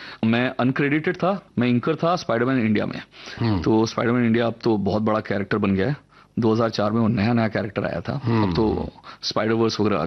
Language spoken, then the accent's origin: Hindi; Atabira, Odisha, India; born there; moved away; also born or lived in Bhilai, Chhattisgarh; तब तक हम उड़ीसा शिफ्ट हो चुके थे भिलाई से, और ये बहुत छोटा सा गांव था, इसका नाम आताबिरा है। मतलब वहां आप … आताबिरा लिख के चिट्ठी डालिए, मेरे घर आ जाती थी, इतना छोटा गांव था वो।